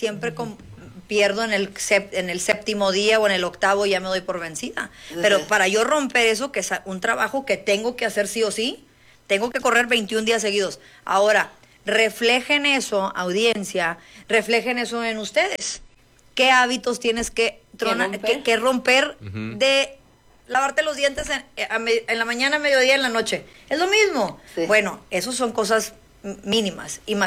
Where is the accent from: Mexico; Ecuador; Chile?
Mexico; Yo soy chaparrita, mexicana, voluptuosita, y de pierna corta, ¿no?, como decimos.